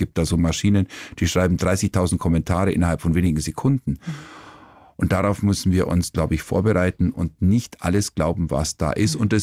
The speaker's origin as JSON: {"language": "German", "town": "Kaufbeuren", "region": "Bavaria", "country": "Germany", "tie": "born or raised there", "said": "bin 66 geboren und ich hatte natürlich dann schon auch eben damals Schweizer Fernsehen bei uns im Allgäu in Kaufbeuren und österreichisch"}